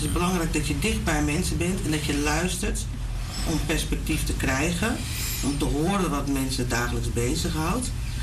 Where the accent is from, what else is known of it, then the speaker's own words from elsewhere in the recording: Amsterdam, North Holland, Netherlands; geboren en getogen in Amsterdam. Op verschillende plaatsen ook gewoond in Amsterdam.